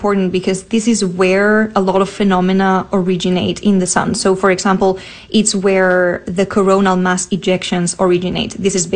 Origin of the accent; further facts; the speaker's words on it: Spain; I am from Spain.